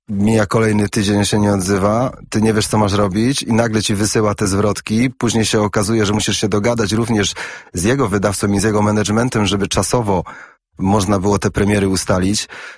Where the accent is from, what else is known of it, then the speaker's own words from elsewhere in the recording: England, United Kingdom; now in Poland; wychowywałem się w Anglii i przyjechałem z Anglii